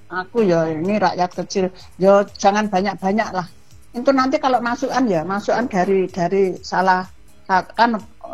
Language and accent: Indonesian; Java, Indonesia; Kalau menurut aku ya orang Jawa